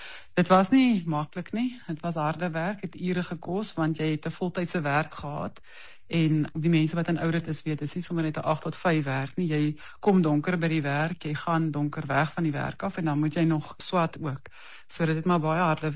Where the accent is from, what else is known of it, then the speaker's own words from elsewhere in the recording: Virginia, Free State, South Africa; Ek kom uit 'n klein dorpie van die Vrystaat, Virginia. So dis daar naby Welkom. Ek is een van 5 dogters. Ek is die tweede oudste.